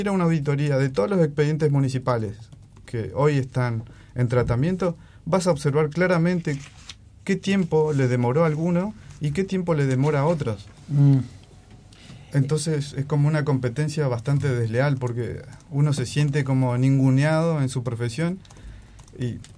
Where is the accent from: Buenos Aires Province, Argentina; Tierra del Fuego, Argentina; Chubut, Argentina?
Tierra del Fuego, Argentina; Ushuaia; born there; also born or lived in Córdoba; Desde muy pequeño, yo me crié en Ushuaia, vivo desde los 11 años